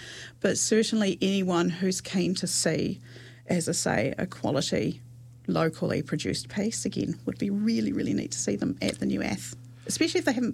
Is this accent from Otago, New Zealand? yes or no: yes; Queenstown, Otago, New Zealand; born there; also born or lived in Dunedin; I grew up in Queenstown in the 80s